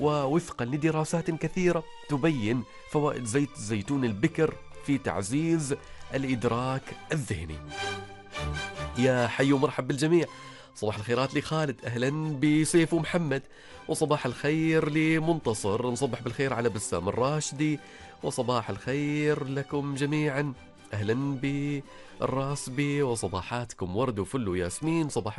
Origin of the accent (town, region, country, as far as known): Oman